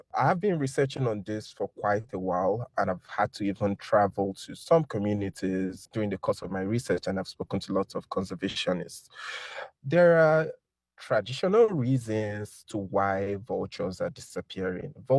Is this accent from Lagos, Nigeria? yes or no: yes; Lagos, Nigeria; born there; also born or lived in Enugu; So I grew up in Lagos, which is a big city.